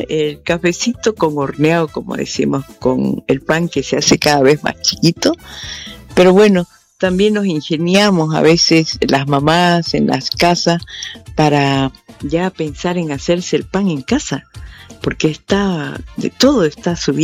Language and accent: Spanish; Santa Cruz de la Sierra, Santa Cruz, Bolivia; born there; esta tierra boliviana y en un pedacito de esta tierra que es Santa Cruz de la sierra, ¿no? Por eso soy cruceña, he nacido en esta tierra